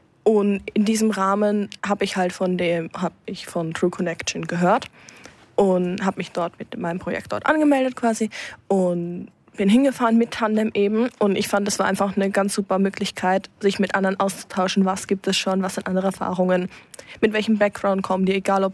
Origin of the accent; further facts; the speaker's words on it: Zwickau, Saxony, Germany; ich komme aus Zwickau